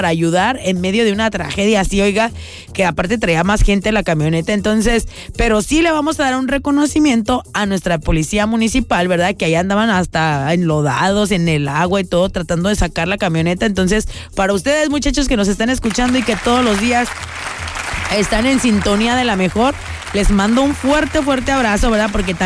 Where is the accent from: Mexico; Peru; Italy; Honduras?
Mexico